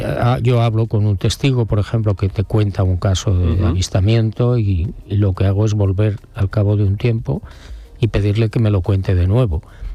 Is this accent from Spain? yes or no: yes; Pamplona, Navarre, Spain; born there; Hombre, pues yo nací por accidente militar en Pamplona, pero toda mi familia es de Barbate y de Vejer de la Frontera.